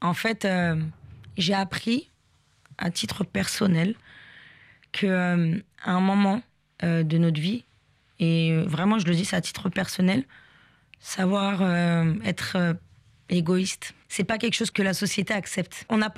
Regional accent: Paris, Île-de-France, France; moved away as an adult; also born or lived in Marseille; Et j'ai dit, bah, je viens de Paris.

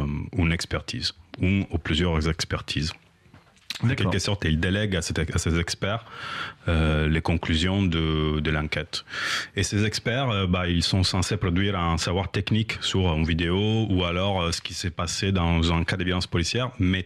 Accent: Italy; now in Paris, France; je suis italien, mais je vis à Paris depuis longtemps

